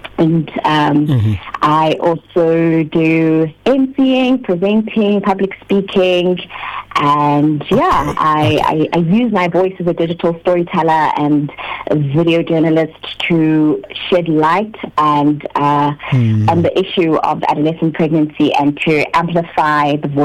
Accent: Johannesburg, Gauteng, South Africa; also born or lived in Eastern Cape; I was born and raised in Johannesburg.

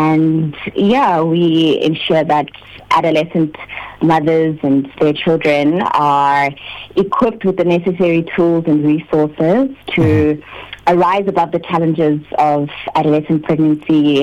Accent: Johannesburg, Gauteng, South Africa; also born or lived in Eastern Cape; I was born and raised in Johannesburg.

